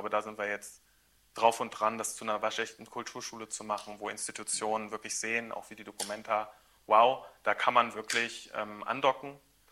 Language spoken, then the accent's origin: German; Saxony-Anhalt, Germany; Aber ich komme aus Sachsen-Anhalt